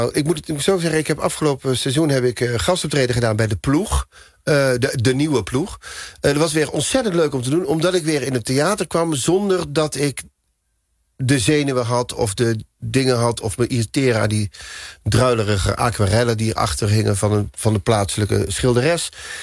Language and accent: Dutch; Veghel, North Brabant, Netherlands; En ik kom uit Veghel, dus.